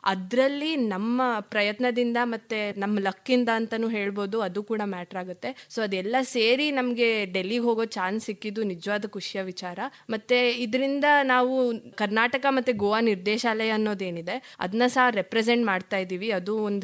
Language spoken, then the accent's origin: Kannada; Mysore, Karnataka, India; also born or lived in Adderi, Sagar, Shivamogga; ನನ್ನ rank NCCಯಲ್ಲಿ senior under officer. ನನ್ನ ಮೂಲ ಊರು ಬಂದು ಅಡ್ಡೇರಿ, ಶಿವಮೊಗ್ಗ ಸಾಗರ. ಮತ್ತೆ ನಾನು ಹುಟ್ಟಿ ಬೆಳೆದಿದ್ದೆಲ್ಲ ಮೈಸೂರಲ್ಲೇ, ನಾನು ಓದಿದ್ದು ಸಹ ಮೈಸೂರಲ್ಲೇ. ನಾನೀಗ ಪ್ರಸ್ತುತ BSc ಸೆಕೆಂಡ್ ಇಯರ್ ವಿದ್ಯಾರ್ಥಿನಿ.